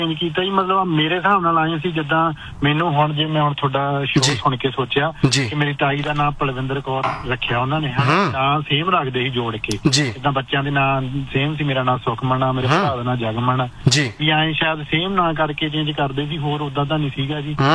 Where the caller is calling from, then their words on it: Faridkot, Punjab, India; ਮੈਂ ਵੀ ਫਰੀਦਕੋਟ ਤੋਂ ਆ ਬਾਈ